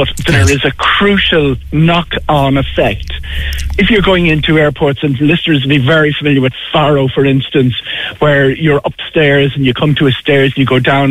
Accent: Ireland

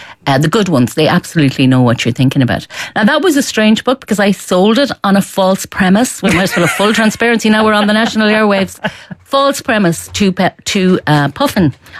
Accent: Galway, Connacht, Ireland; And I think it comes from growing up in Galway, where we had a lot of street theatre with mockness and stuff.

